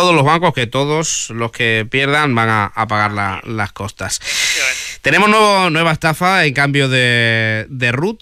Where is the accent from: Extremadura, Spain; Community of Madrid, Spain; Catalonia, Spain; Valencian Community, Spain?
Extremadura, Spain; que como extremeños estamos pegaditos a los restaurantes de Portugal